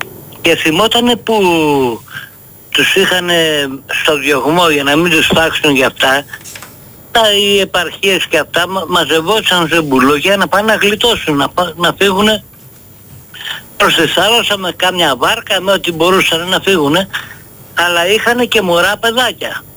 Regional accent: Ios, South Aegean, Greece; από την Ίο

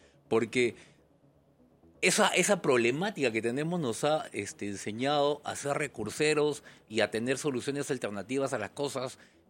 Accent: Peru; tu pregunta era, ¿en qué somos buenos los peruanos?

